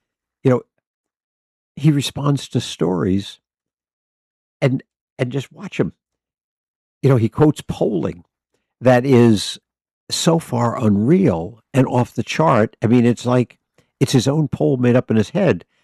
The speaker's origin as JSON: {"language": "English", "country": "United States"}